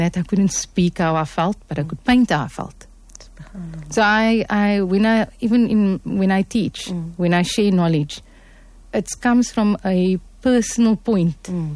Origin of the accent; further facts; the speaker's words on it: Cape Town, Western Cape, South Africa; You know, we come from Cape Town, and when I grew up and how I grew up wasn't, we were exposed to Arabic.